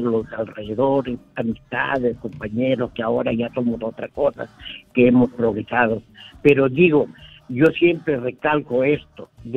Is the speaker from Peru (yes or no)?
yes; Chicama Valley, La Libertad, Peru; Yo soy del Valle Chicana, de los hacendados, trabajadores, mi viejo trabajaba.